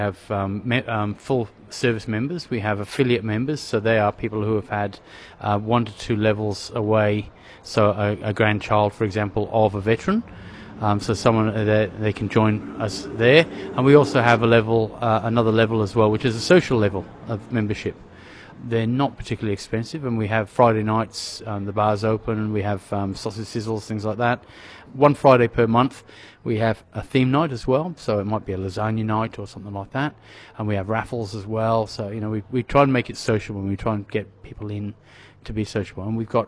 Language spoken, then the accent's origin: English; Wales, United Kingdom; now in Australia; So, I'm a Welshman originally.